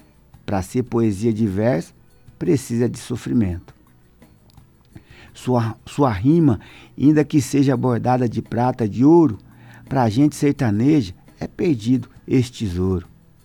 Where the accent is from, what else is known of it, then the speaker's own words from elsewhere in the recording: Brazil; Graças a Deus eu sou brasileiro.